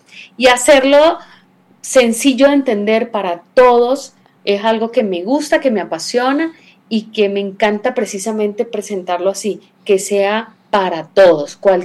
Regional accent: Venezuela; moved away as an adult; also born or lived in Russia; now in Quito, Ecuador; en Rusia. Vivía ya 6 años y luego llegué al Ecuador. Yo soy venezolana, tengo en el Ecuador 17 años ya.

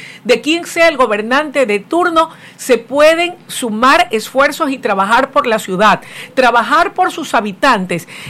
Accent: Guayaquil, Guayas, Ecuador; como guayaquileños, estamos en la capacidad de exigir y de demandar de nuestras autoridades

